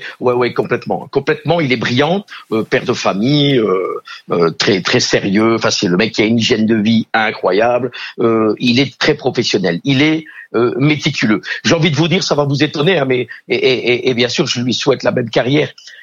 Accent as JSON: {"language": "French", "country": "Belgium", "said": "quand je suis pas belge, je suis français"}